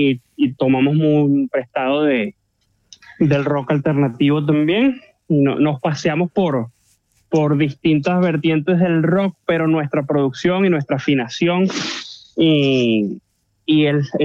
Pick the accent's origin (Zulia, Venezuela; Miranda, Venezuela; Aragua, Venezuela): Aragua, Venezuela; Maracay; moved away; Mi ciudad natal de Maracay, Venezuela.